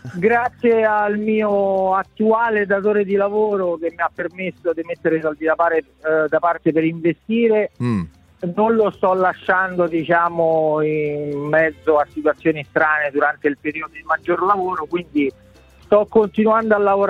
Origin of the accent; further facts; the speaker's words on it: Rome, Lazio, Italy; No, sono romano di Roma.